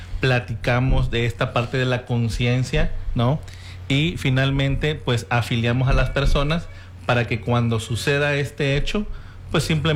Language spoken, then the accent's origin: Spanish; Villahermosa, Tabasco, Mexico; tenemos aquí ya 6 años en Villahermosa. Yo soy de Villahermosa, ¿no?